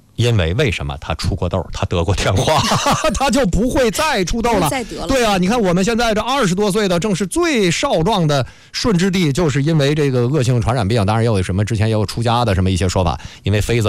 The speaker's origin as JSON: {"language": "Chinese", "country": "China"}